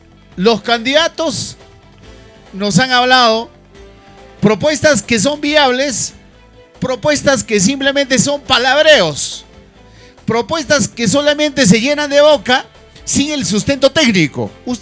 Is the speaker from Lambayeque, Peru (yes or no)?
no; Huaraz, Ancash, Peru; el pueblo huaracino, la población que todos somos, de Huaraz, ciudad capital, turístico, paraíso natural